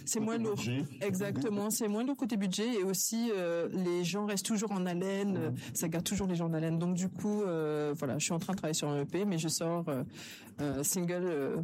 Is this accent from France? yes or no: yes; France; born there; de la musique française, parce que je suis née en France.